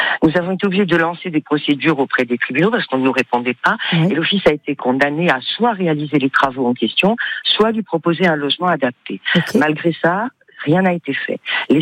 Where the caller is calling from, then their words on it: Calvi, Corsica, France; j'appelle de Calvi.